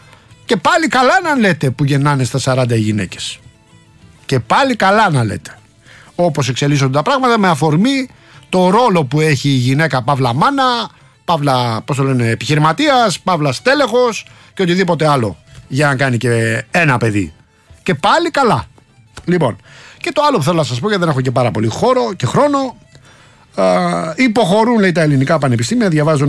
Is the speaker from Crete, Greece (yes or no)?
no; Rafina, Attica, Greece; θα πάμε στη Ραφίνα αργότερα, την πατρίδα μου